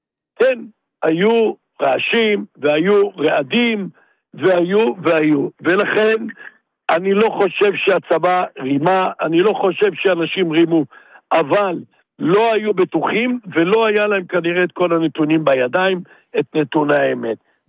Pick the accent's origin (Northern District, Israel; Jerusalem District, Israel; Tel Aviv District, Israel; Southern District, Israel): Northern District, Israel; אני מהגליל המזרחי